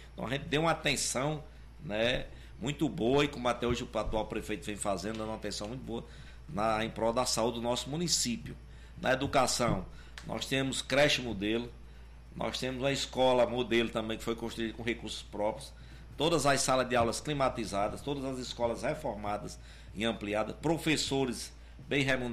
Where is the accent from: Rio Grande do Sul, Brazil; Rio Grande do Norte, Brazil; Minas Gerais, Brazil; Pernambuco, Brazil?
Rio Grande do Norte, Brazil; Serra do Mel; born there; also born or lived in Caraúbas; Nasci em Caraúbas.